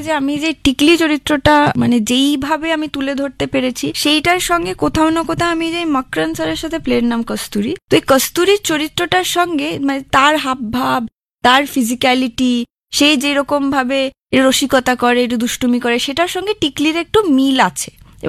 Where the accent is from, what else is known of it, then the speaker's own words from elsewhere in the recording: West Bengal, India; তো সেই ক্ষেত্রে আই গট লাকি যে আমি বাঙালি।